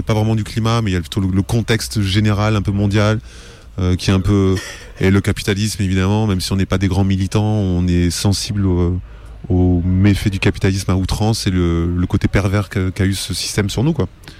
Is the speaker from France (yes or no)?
yes; Toulouse, Occitanie, France; Nous, on vient de Toulouse, c'est une ville quand même où il y a, je crois que c'est la 3e ville de France maintenant, il y a quand même beaucoup de monde